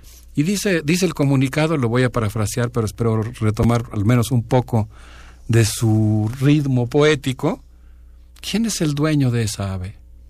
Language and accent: Spanish; Mexico; me siento parte como ciudadano mexicano